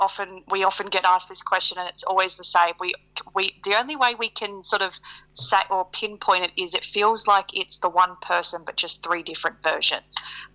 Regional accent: Northern Territory, Australia; moved away as an adult; now in Brisbane, Australia; So I grew up in the Northern Territory up until I was 18.

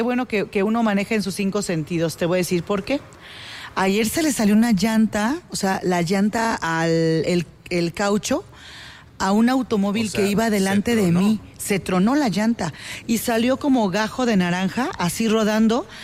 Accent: Querétaro, Mexico; Soy niña, soy damita queretana.

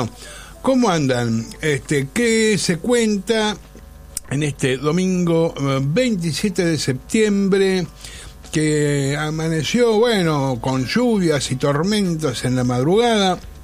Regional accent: Buenos Aires, Argentina; Yo soy porteño. Yo soy porteño, nacido y criado. Amo profundamente esta ciudad, amo a Buenos Aires porque, bueno, la conozco muy bien, la he recorrido de punta a punta

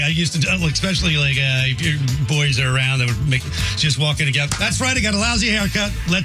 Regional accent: Northeast, United States; I grew up in the Northeast.

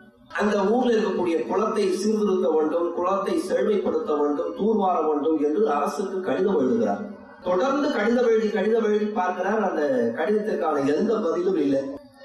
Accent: Thiruvarur, Tamil Nadu, India; born there; moved away; நான் திருவாரூரிலே பிறந்தவன்.

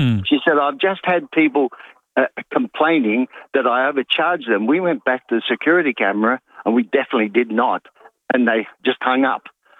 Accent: Naracoorte, South Australia, Australia; I'm from Narra Court, and Aileen's from Mount Benson and worked in Robe when I met her as a blind date.

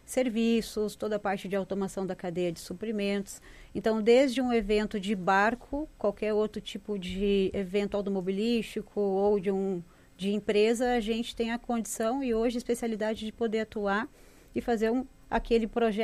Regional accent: São Paulo, Brazil; now in Santa Catarina, Brazil; Porque quando a gente vem de São Paulo, vem de fora, a gente vem com uma cultura totalmente diferente.

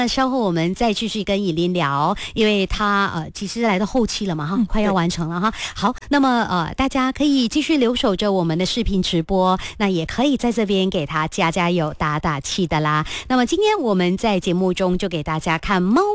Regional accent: Kuching, Sarawak, Malaysia; 像我家乡，因为我古晋猫城

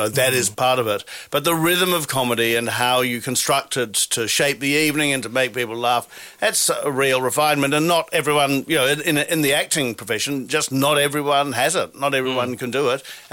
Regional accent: New Zealand; But this song, look, I grew up in New Zealand.

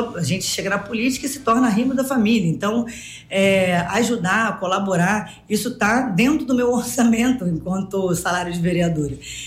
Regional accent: Rio de Janeiro, Brazil; Eu sou nascida e criada na Maré. A minha mãe, a minha família, hoje ainda vivem na Maré.

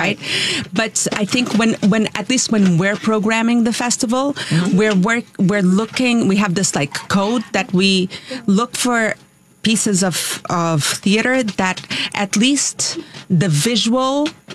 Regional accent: Portugal; also born or lived in Brazil; I was between Brazil and Portugal.

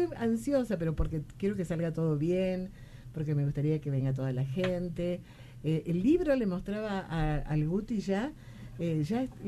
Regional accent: Tucumán, Argentina; Así que, y bueno, pero porque somos tucumanos, ¿o no?

